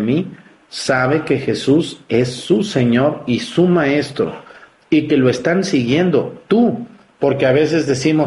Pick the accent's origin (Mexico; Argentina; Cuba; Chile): Mexico; Mexticacán, Jalisco; mi pueblo en Mestigacán